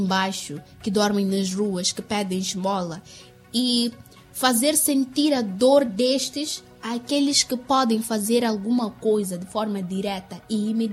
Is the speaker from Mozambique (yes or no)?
yes; Mozambique; nós somos moçambicanos, somos pessoas muito amáveis, muito calorosas, principalmente aqui na zona norte, né?